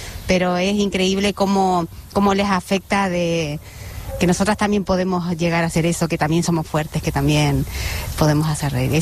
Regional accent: Patagonia, Argentina; now in Mataró, Spain; sóc de la Patagònia Argentina, però visc a Mataró.

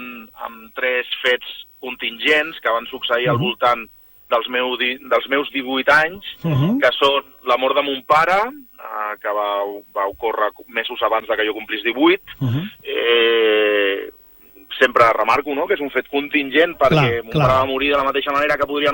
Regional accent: El Vendrell, Catalonia, Spain; Jo no soc de Valls, soc del Vendrell.

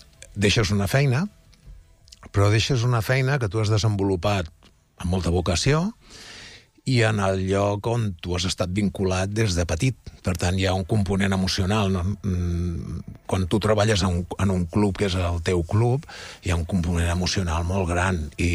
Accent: Mataró, Catalonia, Spain; nosaltres som de Mataró

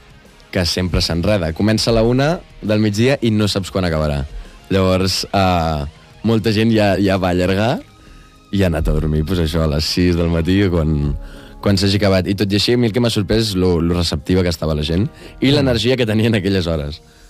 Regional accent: El Vendrell, Catalonia, Spain; ens coneixem perquè som de Vendrell

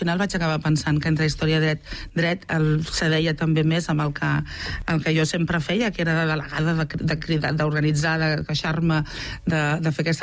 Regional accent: Barcelona, Catalonia, Spain; born or raised there

